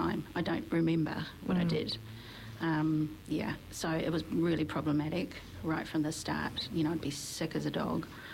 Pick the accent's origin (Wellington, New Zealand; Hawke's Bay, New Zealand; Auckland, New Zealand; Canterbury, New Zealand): Auckland, New Zealand; I'm from Auckland. Came down a couple of days ago for a visit to do some work.